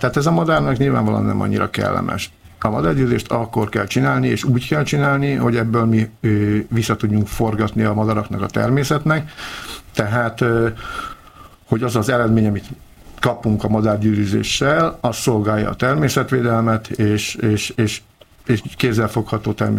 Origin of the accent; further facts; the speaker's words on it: Budapest, Hungary; én 16. kerületben nőttem föl, akkor az még egy kis szinte falu volt